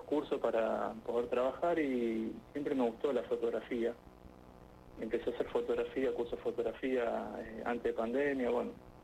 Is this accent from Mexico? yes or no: no; Rosario, Santa Fe, Argentina; moved away as an adult; now in Puerto Madryn, Argentina; yo soy de Rosario, Santa Fe